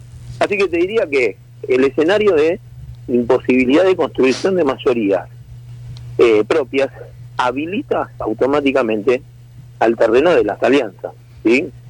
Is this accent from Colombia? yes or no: no; Argentina